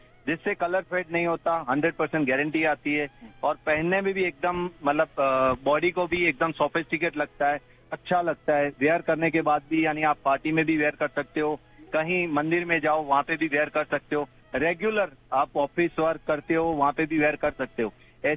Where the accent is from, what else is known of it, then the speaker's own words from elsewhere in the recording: Ahmedabad, Gujarat, India; मैं अहमदाबाद से गुजरात से हूँ